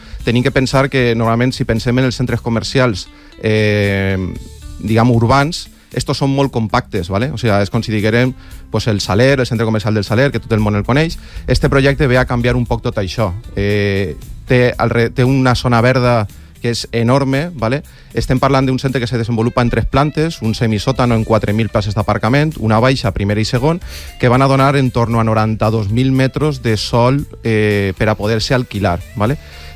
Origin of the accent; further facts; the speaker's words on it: Torrent, Valencian Community, Spain; jo soc de Torrent i me queda molt propet